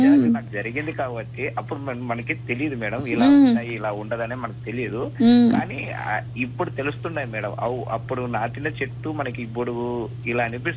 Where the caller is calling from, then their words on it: Anantapur, Andhra Pradesh, India; నాది అనంతపురం నుండి మాట్లాడుతున్నాను మేడం. అనంతపురం జిల్లా సిండికేట్ నగర్